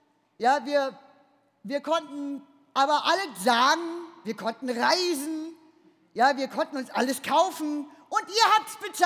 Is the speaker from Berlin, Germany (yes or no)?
yes; Berlin, Germany; accent: Berlin dialect; was ihr hier seht, ist eine der letzten überlebenden und doch vom Aussterben betroffenen gebürtigen Westberlinerinnen